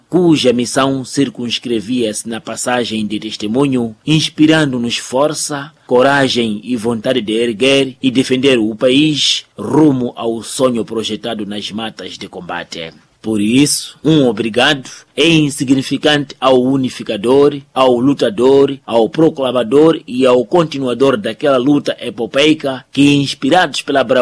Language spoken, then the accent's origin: Portuguese; Mozambique; Hoje, no começo da marcha ao centenário do nosso país, precisamos, como moçambicanos, alimentar e edificar o sentido de pertença e da autoestima